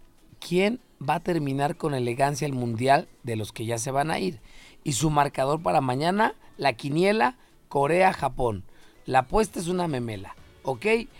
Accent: Mexico; yo como mexicano nacionalista

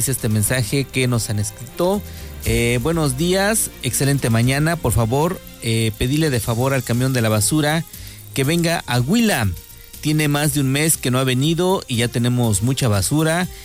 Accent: Mexico

